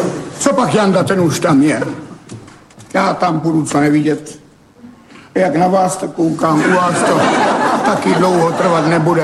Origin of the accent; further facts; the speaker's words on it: Brno, South Moravian Region, Czechia; No to byl z Brna, já jsem taky z Brna. Rodáci z Brna jsme, tam jsme jí chodili do školy.